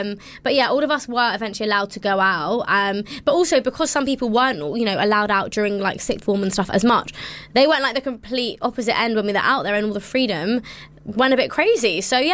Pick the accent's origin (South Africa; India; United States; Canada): India; Like, I think that conversation as an Indian woman is a lot harder.